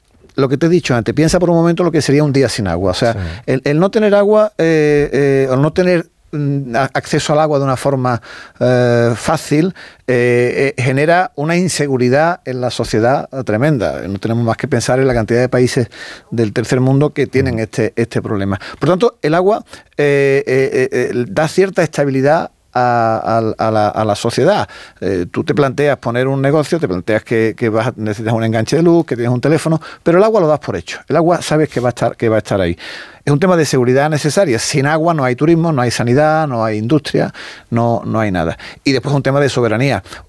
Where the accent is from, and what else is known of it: Spain